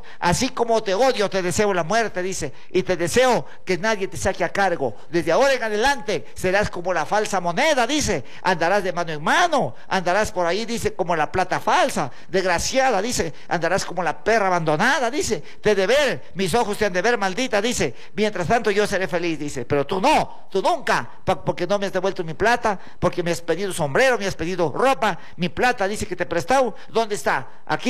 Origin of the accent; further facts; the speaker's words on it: Huancabamba, Piura, Peru; born there; Desde mi provincia de Huancabamba, Cerro Cachacoto, Toluce, mi tierra bendita que me vio nacer